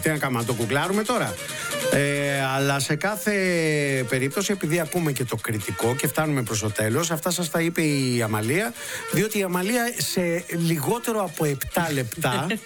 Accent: Kalavryta, Western Greece, Greece; μου θυμήσατε τα παιδικά μου χρόνια στα Καλάβρητα.

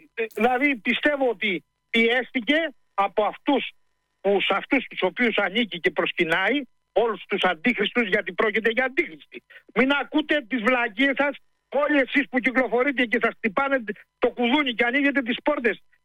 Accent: Greece; Είμαστε Έλληνες Ορθόδοξοι.

